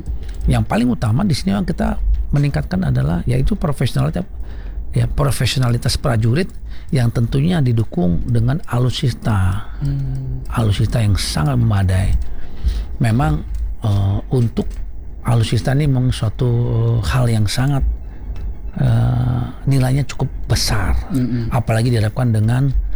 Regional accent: North Sumatra, Indonesia; katakanlah kalau kita orang Batak, kita kan di sini kita ada 6 ya, 6 puak Batak.

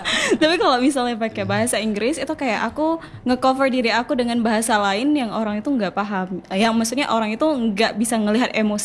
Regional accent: Aceh, Indonesia; lingkungan aku itu sangat Asia. Aku hidup di orang tua yang sangat Aceh banget gitu ya.

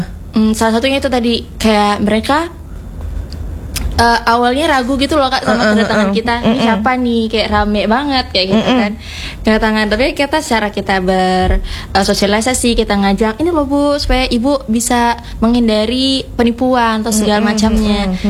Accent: Pontianak, West Kalimantan, Indonesia; Karena kalau kita ya kak, kalau kita itu orang Pontianak lah, kayak bisa kalau saya kan hidupnya lama di sini ya kak.

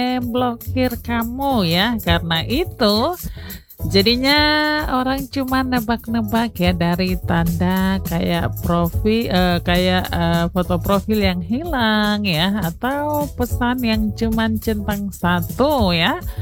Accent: Merauke, South Papua, Indonesia; Iya, kita orang Merauke bilang kalau dia seblokir ya sudah terserah dia, ngapain juga kita mau kepo-kepo ya.

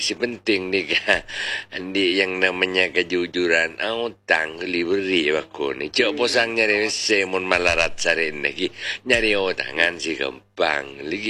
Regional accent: Jember, East Java, Indonesia; Saya dari Jember.

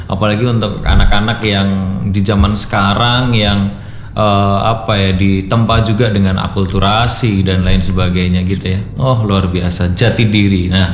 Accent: Java, Indonesia; sebagai orang Jawa, termasuk saya ya yang lebih umurnya mungkin lebih agak sedikit ya.

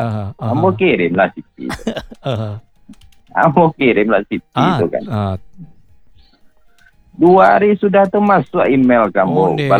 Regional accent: West Sumatra, Indonesia; ayah saya orang Purwokerto, Jawa Tengah.

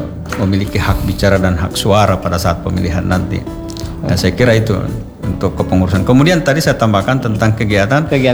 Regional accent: Buol, Central Sulawesi, Indonesia; now in Palu, Indonesia

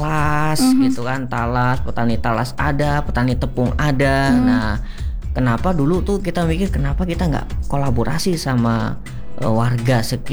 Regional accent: Lampung, Indonesia; now in Bogor, Indonesia; Kalau saya asli dari Lampung gitu.

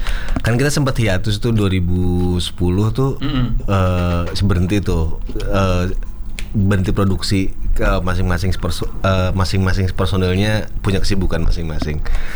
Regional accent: Sunda, Indonesia; Aku Sunda.

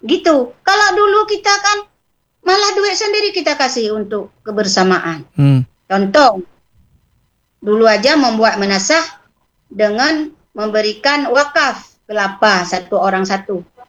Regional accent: Aceh, Indonesia; born there

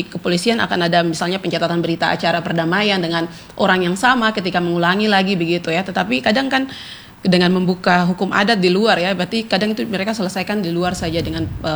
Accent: Southwest Papua, Indonesia; Saya orang, misalnya saya orang Maibrat, berarti saya di sini saya sebagai pendatang juga gitu ya.

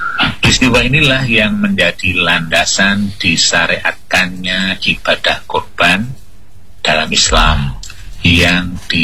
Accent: East Java, Indonesia; khususnya di kampung halaman kami di Pulau Jawa sana, Barat sana, di Jawa Timur, itu bentuk syukur ya

